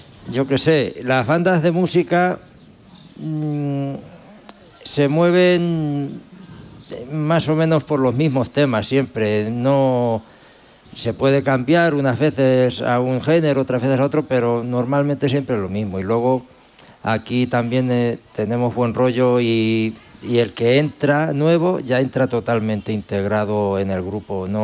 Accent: Fuente el Fresno, Castilla-La Mancha, Spain; also born or lived in Madrid; nací en Madrid, me vine de pequeñito aquí y yo Fuente del Fresno no lo cambio por nada.

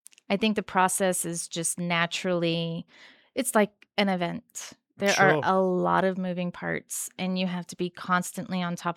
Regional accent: Las Vegas, Nevada, United States; moved away; we're from Vegas.

